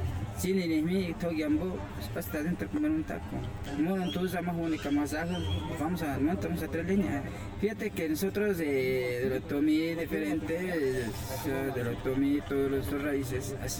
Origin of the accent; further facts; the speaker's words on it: Temoaya, State of Mexico, Mexico; first language Otomi; Spanish is a second language; now in Cuernavaca, Mexico; Originario, yo soy de Toluca, de Temoya, Estado de México, Santa Cecilia Otomí.